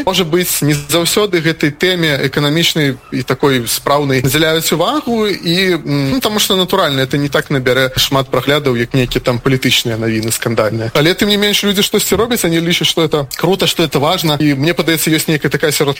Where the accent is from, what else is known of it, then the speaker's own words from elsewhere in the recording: Belarus; Тому що, в принципі, і ми, білоруси, по менталітеті, якби такі тихі ніякі.